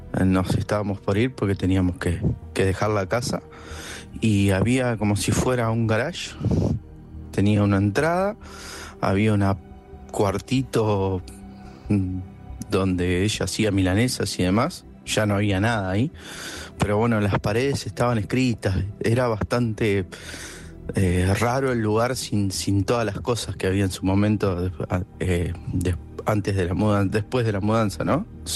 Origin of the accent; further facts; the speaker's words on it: Coronel Pringles, Buenos Aires Province, Argentina; Soy oriundo de Coronel Pringles.